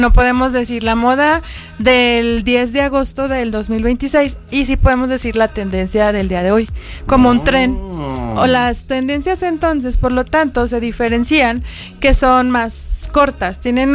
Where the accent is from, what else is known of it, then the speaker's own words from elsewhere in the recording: Zacatecas, Mexico; soy de Zacatecas con sangre hidalguense. Mi mamá y mi papá son de allá. Y pues ya emigraron hacia Zacatecas y acá pues nos estamos ya establecidos desde, bueno, mis papás desde hace 40 años.